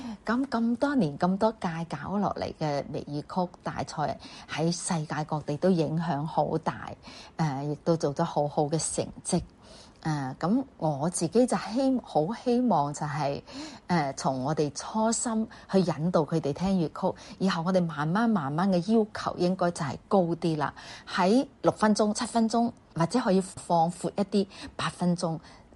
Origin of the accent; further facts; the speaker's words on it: Taishan, Guangdong, China; 因為本身我係台山人啦，咁我嘅家族可以講我家族都係好多僑居喺海外啦